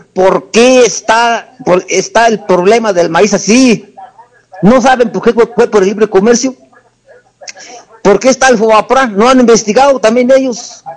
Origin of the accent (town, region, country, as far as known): Mexico; moved away; also born or lived in United States